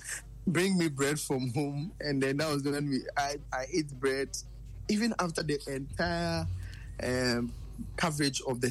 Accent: Obuasi, Ashanti, Ghana; I am from Obuasi

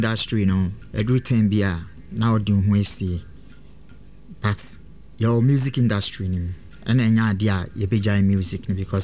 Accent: Kumasi, Ashanti, Ghana; But I was born and raised in Kumasi.

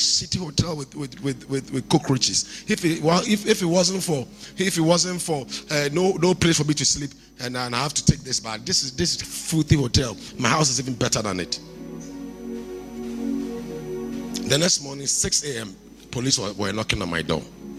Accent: Kumasi, Ashanti, Ghana; I come from Kumasi.

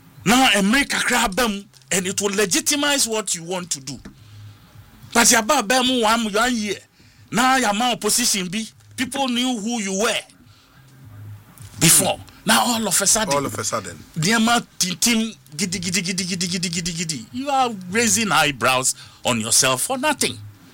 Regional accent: Adenta, Greater Accra, Ghana; I was from Adenta, and of course, supervising elections, you know, when he won.

